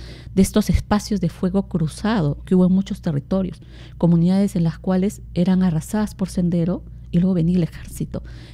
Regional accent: Cusco, Peru; Yo soy cusqueña, he vivido 10 años de comunidades

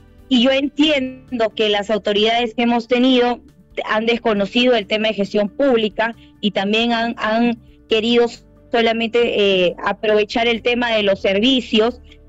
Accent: Tumbes, Peru; soy abogada de profesión, 32 años, una maestría en Derecho Constitucional y Administrativo. Soy natural de Tumbes.

